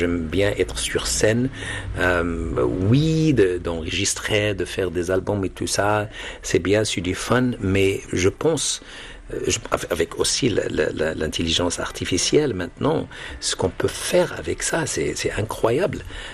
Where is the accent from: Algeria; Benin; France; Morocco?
Morocco; now in United States; je suis américain intégré, mais culturellement, je suis amazigh.